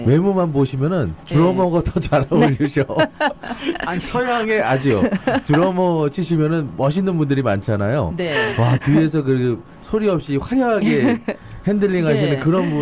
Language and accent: Korean; South Korea; 우리 한국인이 가지고 있는 그 흥이랑 소울이